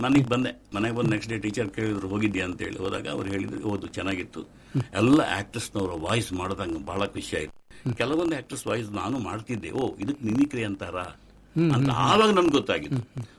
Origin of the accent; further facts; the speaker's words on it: Mangaluru, Karnataka, India; born there; also born or lived in Kerala / Bengaluru / Puttur; ನಾನು ಹುಟ್ಟಿದ್ದು ಕೇರಳ, ಬೆಳೆದಿದ್ದು ಮಂಗಳೂರು, ಕಲ್ತಿದ್ದು ಬೆಂಗಳೂರು. ಆದರೆ 10ನೇ ತನಕ ಬೆಂಗಳೂರು ಕಲಿತು ವಾಪಸ್ ನಾನು ಮಂಗಳೂರಿಗೆ ಬಂದಾಗ ಮಂಗಳೂರಿನಲ್ಲಿ first P U C Ganapati ಕಾಲೇಜಲ್ಲಿ ಮಾಡಿದೆ.